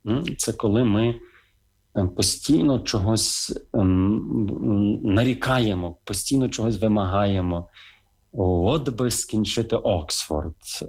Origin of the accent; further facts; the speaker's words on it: Drohobych, Lviv Oblast, Ukraine; born there; Ніна Михайлівна в Дрогобичі. Ходив я в школу